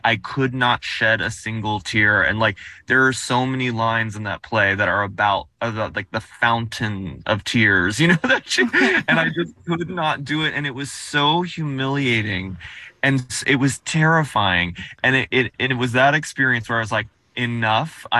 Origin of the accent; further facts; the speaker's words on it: Tennessee, United States; ever since I was a kid growing up in Tennessee